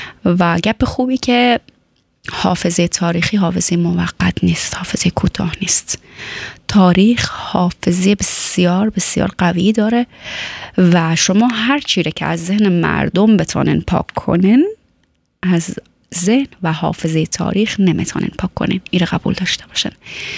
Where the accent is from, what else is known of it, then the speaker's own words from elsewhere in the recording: Afghanistan; ما و شما هم از افغانستان آمدیم، بهتره که آبروداری کنیم